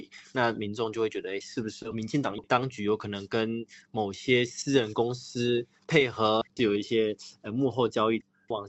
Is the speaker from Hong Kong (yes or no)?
no; Taiwan; moved away as an adult; now in China; 我从小在台湾长大，在大学之后才来到大陆，到现在已经10多年了。